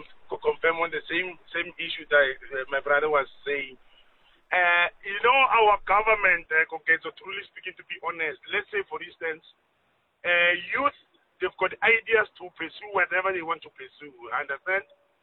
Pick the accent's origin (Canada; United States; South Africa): South Africa; So as a South African, other South Africans, they won't support me because I'm talking about the square meters.